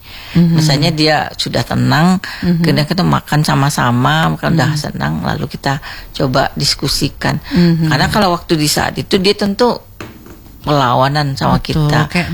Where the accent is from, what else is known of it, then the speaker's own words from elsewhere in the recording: West Sumatra, Indonesia; aku kan orang Minang.